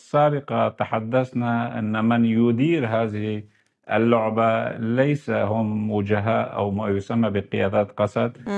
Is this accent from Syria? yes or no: yes; Syria; نعم نحن ككرد سوريين لدينا مسلسل طويل مع هذه المنظومة